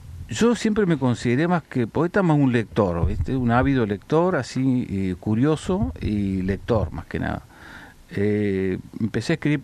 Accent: Comodoro Rivadavia, Chubut, Argentina; soy de Comodoro Rivadavia y vivía cerca del mar en Comodoro, así que también tengo esa cultura marítima, digamos.

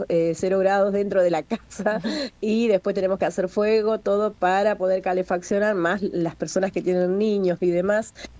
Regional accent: Las Plumas, Chubut, Argentina; yo soy nacida y criada acá en Las Plumas, hoy tengo 47 años.

